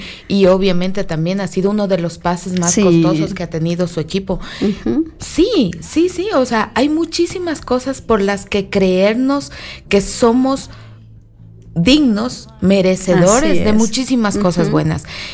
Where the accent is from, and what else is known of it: Ecuador